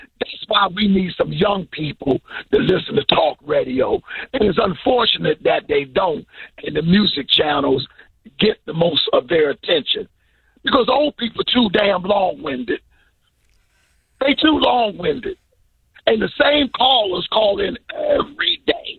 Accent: Washington, District of Columbia, United States; I work on Capitol Hill. I live on Capitol Hill. Born and raised in the District of Columbia.

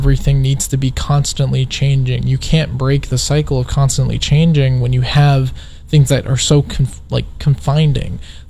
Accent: Wheaton, Illinois, United States; I grew up in Wheaton / Bensonville, Wooddale area. Wheaton is very copy and paste. You have the same four different people everywhere you look

